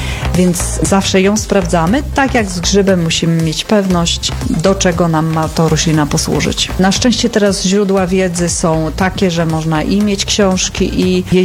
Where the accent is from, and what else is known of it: Warmian-Masurian Voivodeship, Poland